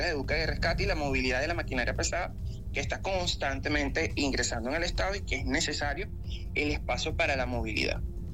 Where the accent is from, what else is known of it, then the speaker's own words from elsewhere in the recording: Venezuela; esa hermandad que nos caracteriza como venezolanos